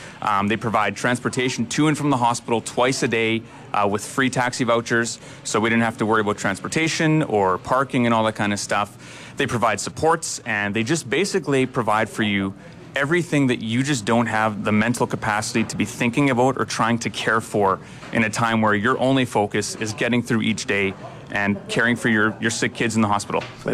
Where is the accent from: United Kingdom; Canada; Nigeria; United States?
Canada; Blumenort, Manitoba; For one thing, we're local. We're from Bloemenort here.